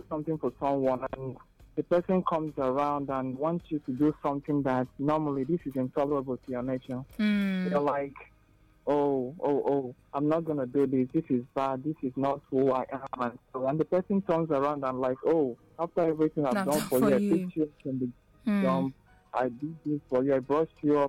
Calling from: Anambra, Nigeria

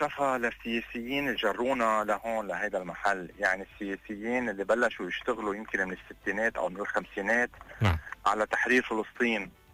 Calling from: Lebanon; هذا حقنا نحن كلبنانية.

